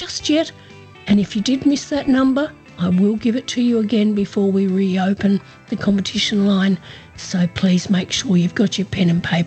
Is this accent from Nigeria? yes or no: no; Horsham, Victoria, Australia; broadcasting from my hometown of Horsham in Western Victoria.